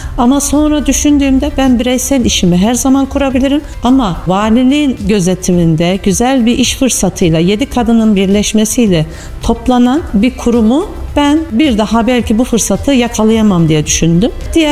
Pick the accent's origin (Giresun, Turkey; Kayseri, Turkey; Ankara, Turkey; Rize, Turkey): Kayseri, Turkey; Ağırnas; Arnaslıyım, doğma büyüme. Arnas'ın kızı ve geliniyim şu anda.